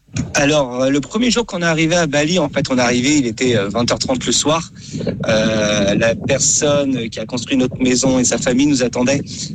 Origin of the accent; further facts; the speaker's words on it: Nantes, Pays de la Loire, France; Moi, je suis nantais de base